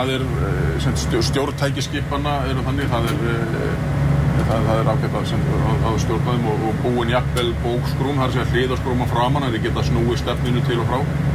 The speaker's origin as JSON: {"language": "Icelandic", "town": "Grindavík", "region": "Southern Peninsula", "country": "Iceland", "said": "Ég kem úr Grindavík hérna, og býð þar"}